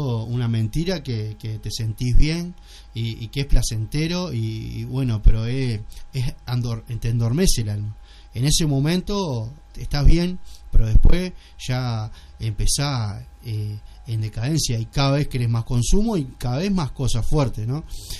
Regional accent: Migues, Canelones, Uruguay; also born or lived in Montes; Yo me crié acá en Migue, estuve una pasantía en Montevideo, pero yo me crié acá en Migue y acá en Monte, jugué al fútbol acá, conozco a toda la población

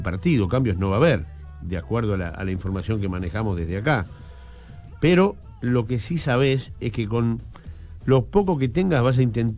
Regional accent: Uruguay; como somos los uruguayos

